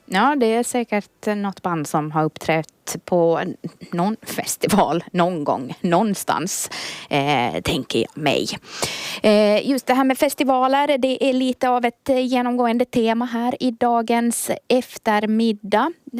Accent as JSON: {"language": "Swedish", "town": "Karis", "region": "Uusimaa", "country": "Finland", "tie": "born or raised there", "lives_now": "Ytterby, Finland", "said": "Det är Ytterby som är min hemort idag. Men jag är ju faktiskt född och uppvuxen i Karis."}